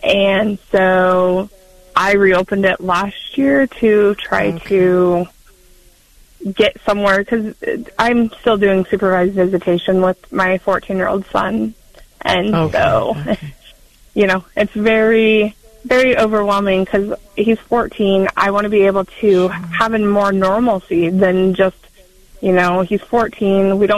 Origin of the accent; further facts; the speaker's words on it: Hastings, Nebraska, United States; I'm from Hastings and Nebraska, and every day I face a new challenge